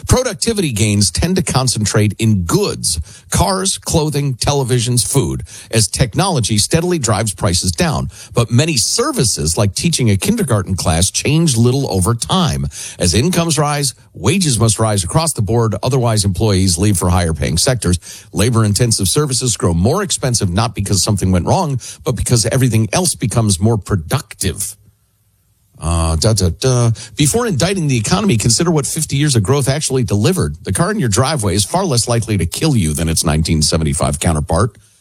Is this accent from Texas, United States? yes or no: no; Chicago, Illinois, United States; I grew up in Chicagoland where the summers were absolutely sweltering.